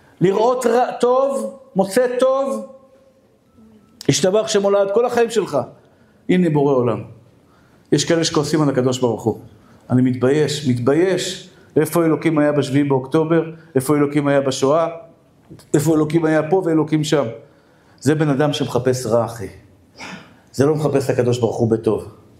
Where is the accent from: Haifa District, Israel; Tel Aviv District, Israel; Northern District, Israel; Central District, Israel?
Tel Aviv District, Israel; Tel Aviv; born there